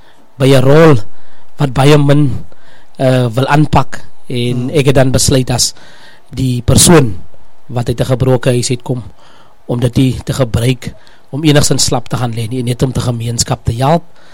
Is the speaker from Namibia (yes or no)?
no; Plettenberg Bay, Western Cape, South Africa; ek is maar een gebore sienkie in Plettenberg Bay.